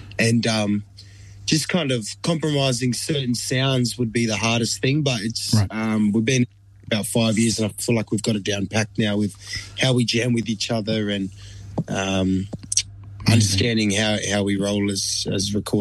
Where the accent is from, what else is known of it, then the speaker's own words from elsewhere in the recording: Perth, Western Australia, Australia; We're born and bred in Perth, but our roots lie in Aotearoa, and the first time we've been able to do that is through music.